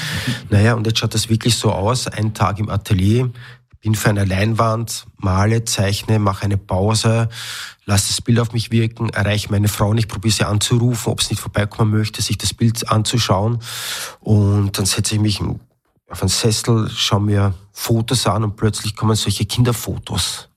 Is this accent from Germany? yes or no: no; Großwarasdorf, Burgenland, Austria; first language German; now in Upper Austria, Austria; Also ich komme aus Großvarasdorf, bin, wie du schon vorher erwähnt hast, Burgenland-Kroate, bin in einem zweisprachigen, wie soll ich sagen, mein Papa kommt aus Nikisch, meine Mama aus Oberleusdorf. Die Bezugssprache oder die Hauptsprache daheim war Deutsch.